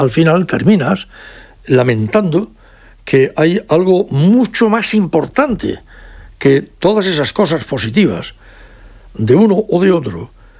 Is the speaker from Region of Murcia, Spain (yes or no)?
yes; Region of Murcia, Spain; Esto es lo que a mí me preocupa como español y como murciano también.